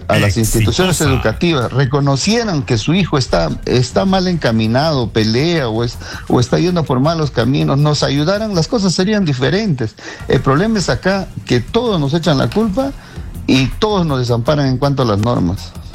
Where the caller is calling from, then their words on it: Yungay, Ancash, Peru; yo estoy llamando de Ancash.